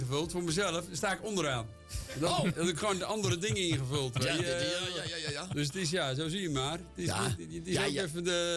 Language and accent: Dutch; Volendam, North Holland, Netherlands; toen hebben wij als Volendammers daar een missionaris heen gestuurd.